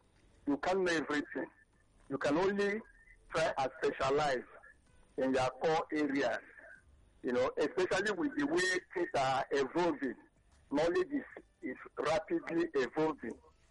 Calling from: Lagos, Nigeria; I'm calling from Mesa in Lagos.

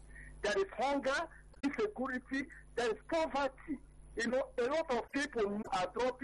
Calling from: Ebelego, Nigeria; I'm calling from Ebelego.

